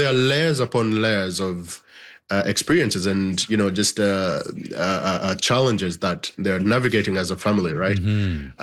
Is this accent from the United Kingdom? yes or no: no; Uganda; now in Canada; I was born and raised in Uganda. I'm a Ugandan Canadian now.